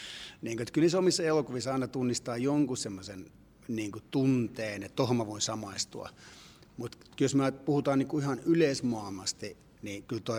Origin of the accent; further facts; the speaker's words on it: Cyprus; mä sitten sijoitin sen tuonne häihin ja nimenomaan Kreikkaan, koska olen Kyprokset kotoisin, ollut Kyproksella häissä.